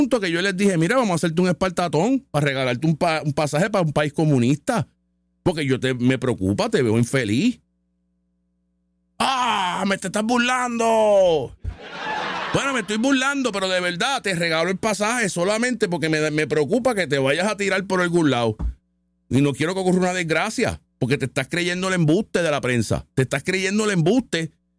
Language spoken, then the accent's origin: Spanish; Puerto Rico